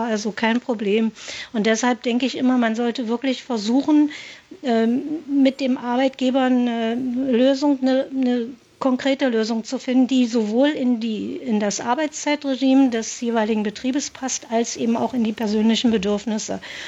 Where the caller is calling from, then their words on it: Magdeburg, Saxony-Anhalt, Germany; Ich komme aus Magdeburg, wie gesagt, vor der Wende war ich anderweitig beschäftigt.